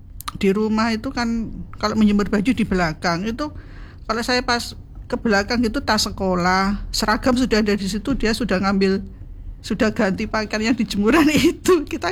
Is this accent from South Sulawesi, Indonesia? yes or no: no; Tulungagung, East Java, Indonesia; Saya kan asli Tulungagung.